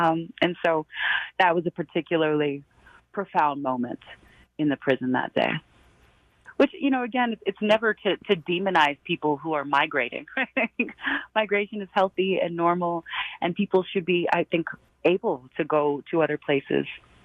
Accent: Denver, Colorado, United States; a couple of miles from where I grew up

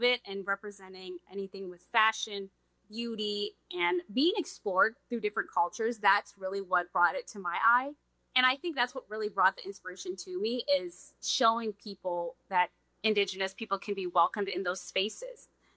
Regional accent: Des Moines, Iowa, United States; I'm from Des Moines. How I got into pinup was in the Des Moines area.

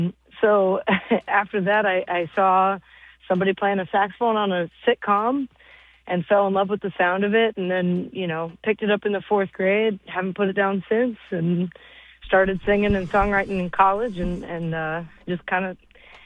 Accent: Texas, United States; born there; because I was born in Texas.

